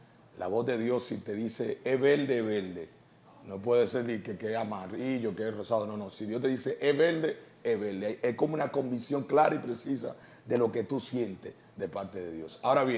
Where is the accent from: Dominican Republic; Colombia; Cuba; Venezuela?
Dominican Republic; Sabana Perdida, Santo Domingo; now in San Isidro, Dominican Republic; yo me crié en Sabana Perdida, aunque vivo ahora en San Isidro